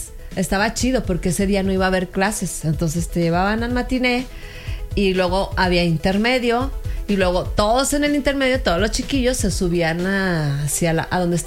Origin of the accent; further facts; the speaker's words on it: Gómez Palacio, Durango, Mexico; Como yo soy de Gómez Palacio, yo iba al Cine Roma, que estaba ahí en la Madero